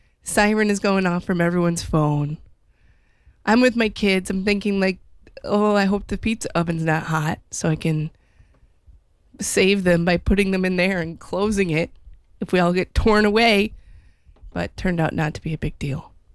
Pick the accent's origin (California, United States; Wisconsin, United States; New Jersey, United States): Wisconsin, United States; I'm from Wisconsin, where most of my, a portion of my town was ripped apart by a tornado when I was a kid.